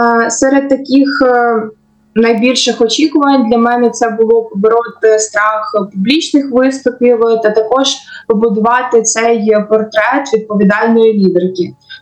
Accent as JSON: {"language": "Ukrainian", "region": "Chernihiv Oblast", "country": "Ukraine", "said": "А я з міської громади Чернігівської області."}